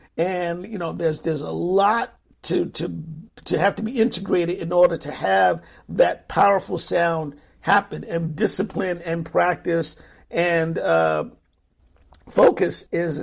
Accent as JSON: {"language": "English", "town": "Brooklyn", "region": "New York", "country": "United States", "said": "I am from Brooklyn, yeah."}